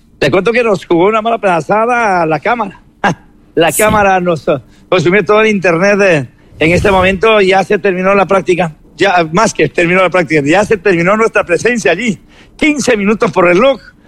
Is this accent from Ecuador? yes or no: yes; Ecuador; Acá estamos con gente de Ecuador, queridos amigos, gente de mi patria querida